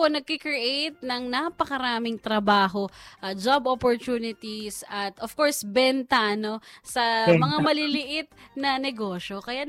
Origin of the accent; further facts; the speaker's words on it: Bulacan, Central Luzon, Philippines; dahil ako po ay taga Bulacan eh, hindi naman po ako taga Quezon City